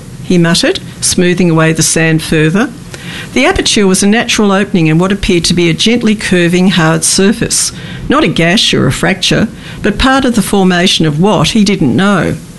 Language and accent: English; Australia; being an Australian